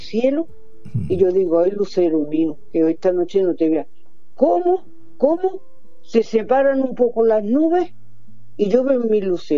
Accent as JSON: {"language": "Spanish", "town": "Córdoba", "region": "Andalusia", "country": "Spain", "lives_now": "Granada, Spain", "said": "Soy cordobesa."}